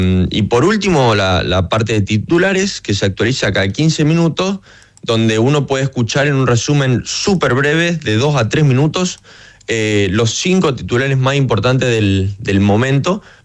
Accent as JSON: {"language": "Spanish", "region": "Chaco", "country": "Argentina", "said": "Yo soy de Chaco."}